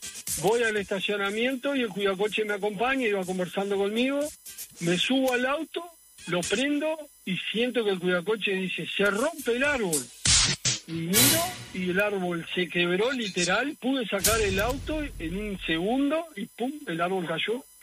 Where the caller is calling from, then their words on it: Maldonado, Uruguay; de Maldonado.